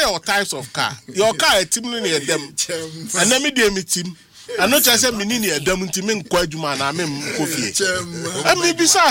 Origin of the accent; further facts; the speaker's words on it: Ghana; But I mean, could be as a man, but I only rationalize the issue as a Ghanaian.